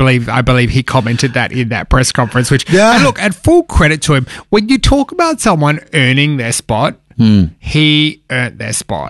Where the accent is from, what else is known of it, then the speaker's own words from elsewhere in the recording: Adelaide, South Australia, Australia; I am originally from South Australia and I grew up most of my time in Adelaide. My family is still back there.